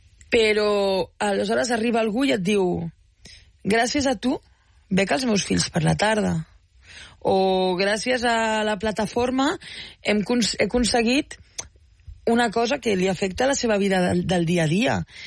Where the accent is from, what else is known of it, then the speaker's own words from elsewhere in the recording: Tarragona, Catalonia, Spain; jo sóc com tu, de Tarragona